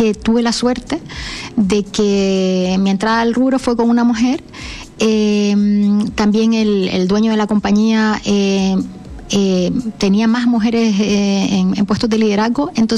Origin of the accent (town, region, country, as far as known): Canary Islands, Spain; now in Chile